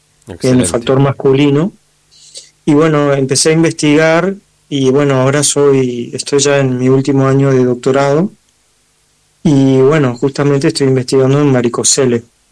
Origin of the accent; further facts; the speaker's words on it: Chaco, Argentina; also born or lived in Corrientes; now in Buenos Aires, Argentina; si bien yo vivo en Buenos Aires, yo soy chaqueño y me recibí de médico en Corrientes, yo atiendo la zona del litoral, yo voy una vez al mes a Chaco